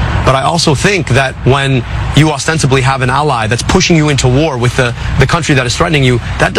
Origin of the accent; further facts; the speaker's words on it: Michigan, United States; I was born in 1984, right, down the street in Rochester Hills. I was raised here in Michigan, went to the University of Michigan